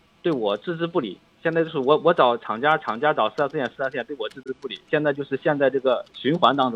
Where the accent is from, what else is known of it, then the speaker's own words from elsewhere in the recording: Xinjiang, China; now in Guangzhou, China; 我老家新疆的呀。